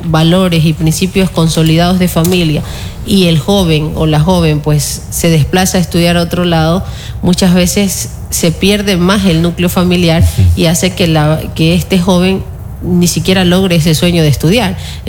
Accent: Ecuador; now in Santo Domingo, Ecuador; cómo somos los ecuatorianos, ¿no? Somos gentiles, somos amigueros, somos hospitalarios

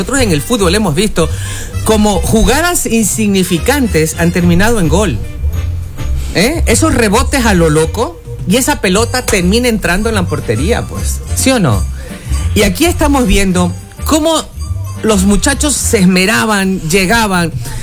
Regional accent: Ecuador; como una ecuatoriana que estoy un poquito decepcionada, ¿no?

